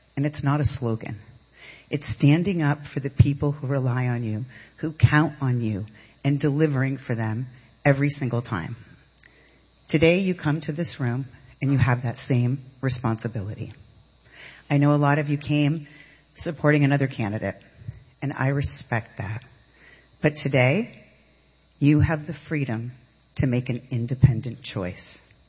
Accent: Caribou, Maine, United States; So I grew up in Caribou, Maine, and we had a meager beginning. And we struggled, like a lot of Mainers struggle.

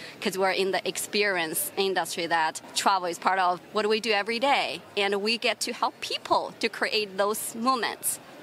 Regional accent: China; English is a second language; I'm very lucky to be part of growing up in China.

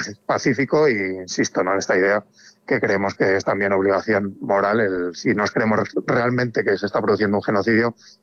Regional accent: Valladolid, Castile and León, Spain; Bueno, pues lo primero que cabe decir es que somos de Valladolid.

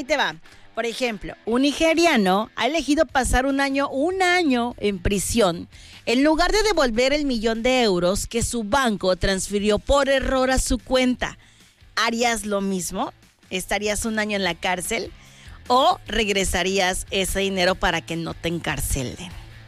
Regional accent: Mexico; Y es que sabes cómo somos los mexicanos, hasta que no nos pasan las cosas

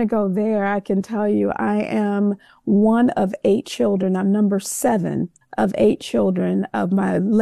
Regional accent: Gary, Indiana, United States; We grew up in Gary, Indiana, with just not in the best situation. We grew up poor

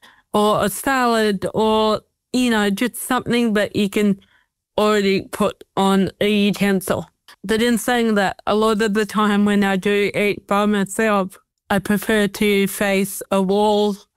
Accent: New South Wales, Australia; I mean, I'm from the Hunter Valley, Sam.

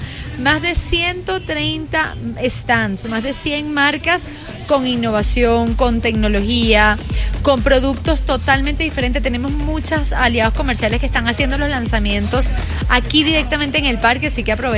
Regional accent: Caracas, Capital District, Venezuela; now in Bogotá, Colombia; yo soy de Caracas, cerquita. Ajá. A media hora hay playas hermosas de Venezuela.

